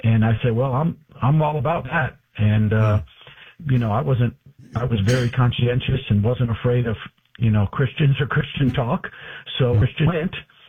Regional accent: Hialeah, Florida, United States; I was born and raised in Hialeah, which is in Miami, and I went to Catholic school for 8 years and grew up as what I would call a very good Catholic.

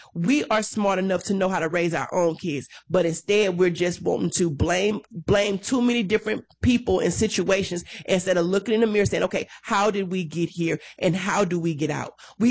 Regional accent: Baton Rouge, Louisiana, United States; born there; moved away as an adult; I came back here from Baton Rouge. I went to high school in BR, did some college work, you know, all those type of things in BR.

